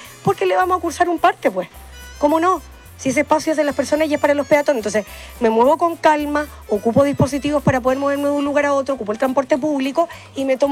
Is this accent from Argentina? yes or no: no; Chile